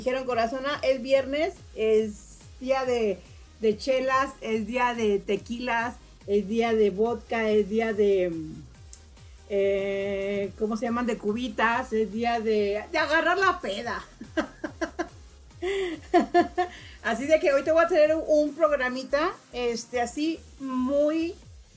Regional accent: Sinaloa, Mexico; born there; moved away; de allá de mi tierra natal

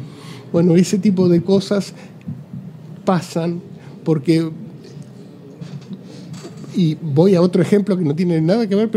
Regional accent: Buenos Aires, Argentina; born there; Y yo soy de pleno centro, nací en Corrientes y Talcahuano, claro.

